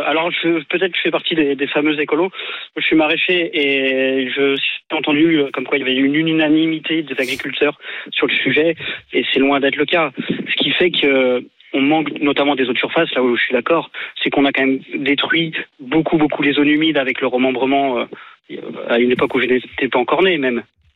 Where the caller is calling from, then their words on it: Auvergne-Rhône-Alpes, France; je suis dans la Limagne. Alors on a eu chaud dans le Puy-de-Dôme.